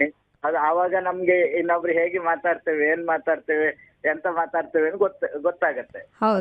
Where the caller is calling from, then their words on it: Karnataka, India; ಗುಣ್ಮಿಯಿಂದ.